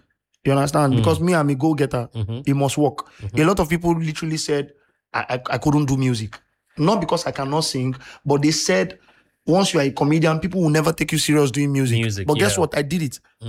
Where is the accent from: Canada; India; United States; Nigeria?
Nigeria